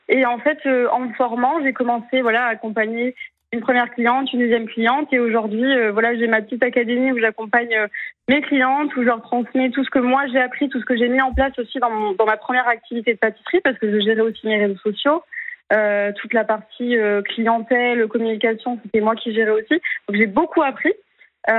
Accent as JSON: {"language": "French", "town": "Saint-Pierre", "region": "Réunion", "country": "France", "tie": "born or raised there", "also_born_or_lived": "Toulouse", "lives_now": "Montpellier, France", "said": "Non, parce que moi je suis née à Toulouse, mais par contre j'ai grandi 20 ans à La Réunion."}